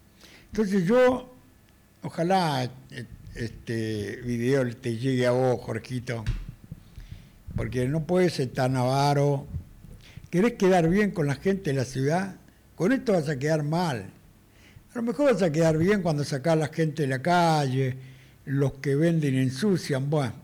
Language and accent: Spanish; Loma del Mirador, Buenos Aires Province, Argentina; nosotros venimos de la provincia, somos de Loma del Mirador, La Matanza, allí tenemos la iglesia, y acá estamos en Recoleta